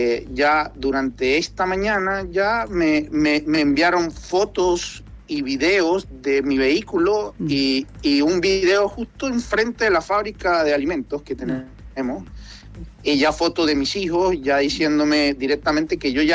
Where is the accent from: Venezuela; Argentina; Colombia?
Venezuela; now in Chile; Mira, yo siendo venezolano y entendiendo que alinearse es pagar, nosotros en Venezuela le llamamos vacuna, no sé cuál es el término chileno acá